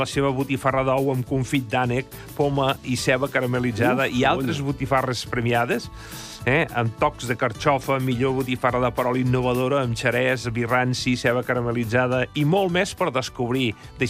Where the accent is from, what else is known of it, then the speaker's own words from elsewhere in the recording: Catalonia, Spain; now in Barcelona, Spain; jo soc de la Conca de Barberà